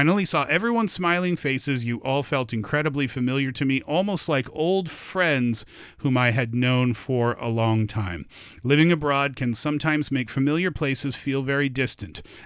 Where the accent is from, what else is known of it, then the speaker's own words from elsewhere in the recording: Canada; now in Beijing, China; I'm kind of you and you are kind of me because I grew up in Canada and I'm living in Beijing